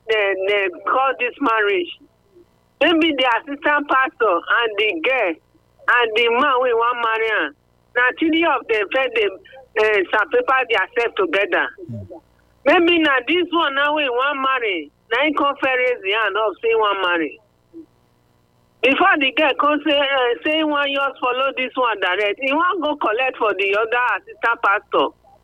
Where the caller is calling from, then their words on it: Osogbo, Osun, Nigeria; Oh, sir, I came from Ohogbo.